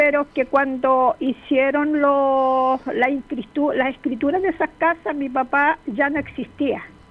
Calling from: Viña del Mar, Valparaíso, Chile; de Aguasanta Abajo, Viña del Mar.

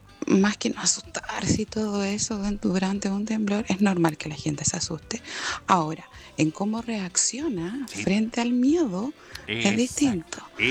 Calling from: Valparaíso, Chile; del Cerro Yungay.

